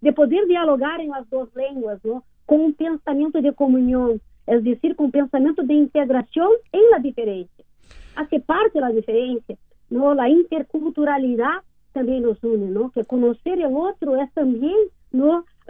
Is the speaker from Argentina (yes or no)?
no; Brazil; somos brasileños